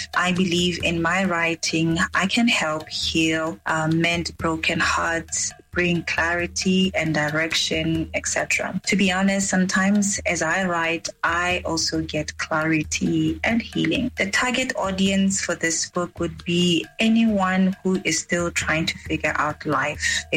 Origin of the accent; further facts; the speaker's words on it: Botswana; As a young Botswana born and bred in Botswana, my history has made a great impact in my life.